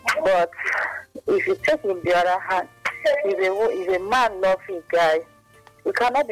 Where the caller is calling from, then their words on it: Calabar, Cross River, Nigeria; I'm calling from Calabar.